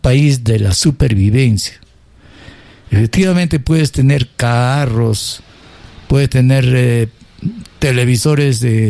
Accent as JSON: {"language": "Spanish", "country": "Peru", "said": "somos los peruanos"}